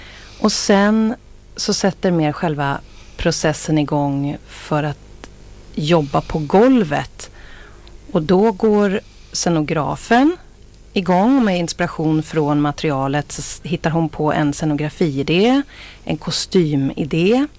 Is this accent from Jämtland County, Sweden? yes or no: yes; Östersund, Jämtland County, Sweden; now in southern Sweden; Jag är från Östersund från början.